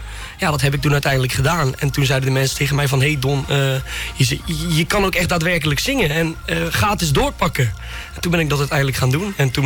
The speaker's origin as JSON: {"language": "Dutch", "town": "Bergen op Zoom", "region": "North Brabant", "country": "Netherlands", "said": "Ik kom uit Berg op Zoom."}